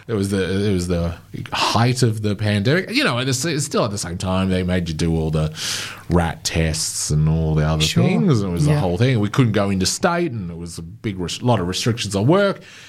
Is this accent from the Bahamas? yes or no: no; Yarra Valley, Victoria, Australia; moved away as an adult; also born or lived in Brisbane; now in Ballarat, Australia; I grew up in the Yarra Valley. And then I moved to Brisbane for a job, and then I met my wife there, and we got married, and we have a kid, and I'm not from Brisbane, and my wife's not from Brisbane.